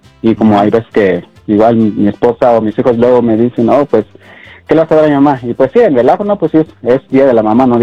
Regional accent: Tlaxcala, Mexico; moved away as an adult; tengo 8 meses ya en mi tierra natal, que es el estado de Tlaxcala.

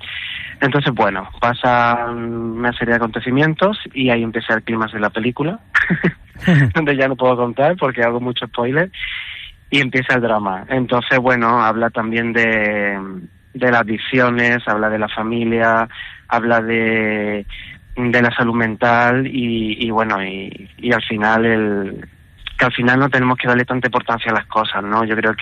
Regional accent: Lucena, Andalusia, Spain; also born or lived in Málaga; Yo soy de Lucena, de Córdoba, pero me siento muy malagueño. Estudié en Málaga

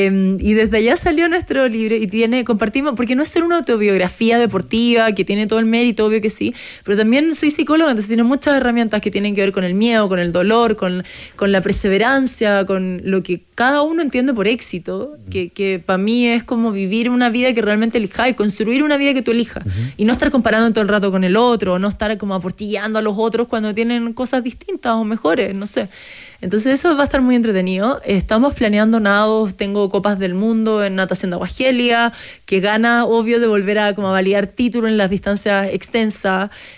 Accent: Chile; Creo que obviamente para mí como chilena, Antártica tiene todo que ver con nuestros, no sé, nuestras raíces

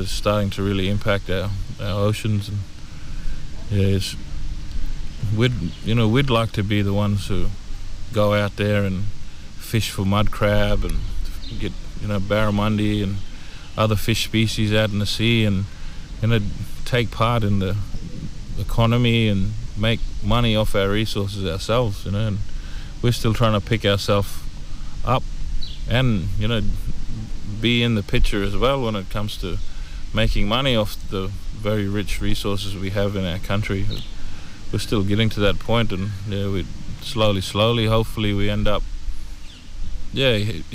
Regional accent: Northern Territory, Australia; I'm from the Yanyuwa and Gadawa country in the Borroloola region.

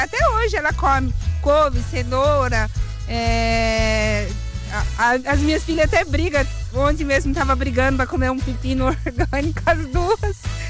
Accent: Ibiúna, São Paulo, Brazil; Eu sou do interior de São Paulo, de Biúna.

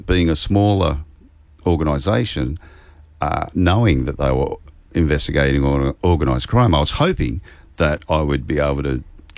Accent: Sydney, New South Wales, Australia; because I'm from Sydney

